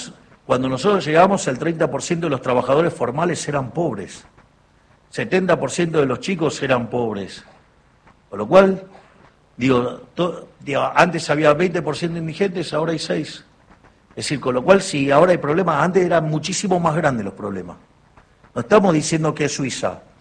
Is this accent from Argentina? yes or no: yes; Argentina; nosotros que somos tan argentinos, la argentinidad del padre y todas esas cosas